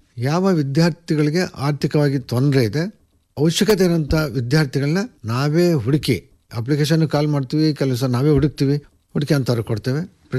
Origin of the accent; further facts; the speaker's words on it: Bengaluru, Karnataka, India; ಬೆಂಗಳೂರು ಮಲ್ಲೇಶ್ವರದಲ್ಲೇ ಹುಟ್ಟಿ ಬೆಳೆದವನು. ತಾತ ಮುತ್ತಾತಂದ ಜಾಗ ನೆಲಮಂಗಲ ತಾಲೂಕಿನ ತ್ಯಾಮಗಂಡ್ಲು.